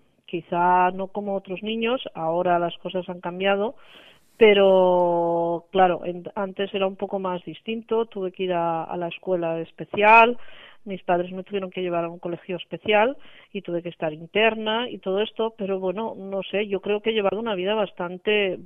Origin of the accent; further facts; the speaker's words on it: Gualta, Catalonia, Spain; now in Sabadell, Spain; trabajo en Sabadell, no es mi ciudad natal, yo soy de un pueblo de la provincia de Girona, de al lado de Torroella de Montgrí, se llama Gualta, es un pueblo muy pequeño, pero ahora vivo aquí en Sabadell.